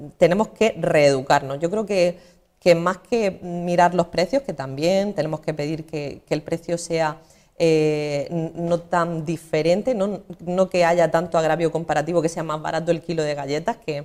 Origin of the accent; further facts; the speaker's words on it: La Noria, Andalusia, Spain; yo vengo de una pedanía de Ejido, de La Noria.